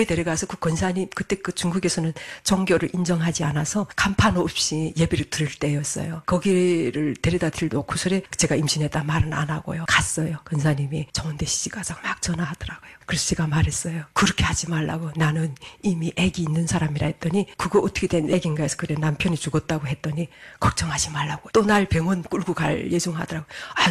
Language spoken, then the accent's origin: Korean; North Korea; moved away as an adult; also born or lived in China; 나는 갈 데가 없다고. 나는 조선에서 왔다고 하니까